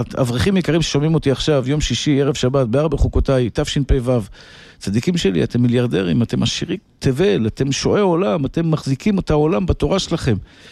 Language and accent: Hebrew; Tel Aviv, Tel Aviv District, Israel; נולדתי בשכונת התקווה. בית מאוד קטן.